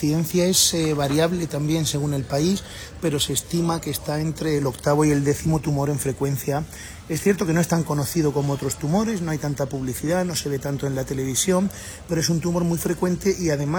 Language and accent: Spanish; Spain; yo vengo de España